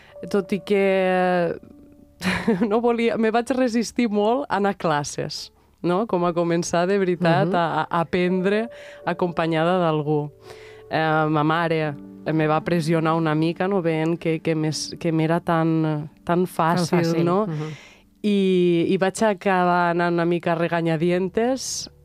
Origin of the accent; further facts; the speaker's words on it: Tortosa, Catalonia, Spain; a Tortosa, després, bueno, a la meva ciutat natal